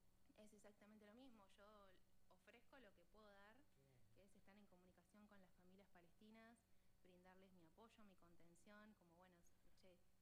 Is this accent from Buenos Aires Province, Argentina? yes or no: yes; Punta Alta, Buenos Aires Province, Argentina; now in Alto Valle, Argentina; soy de Punta Alta